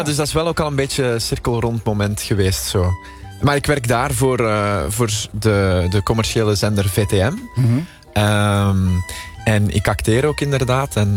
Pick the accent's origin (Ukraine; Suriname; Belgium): Belgium; Ja, ik kom uit België.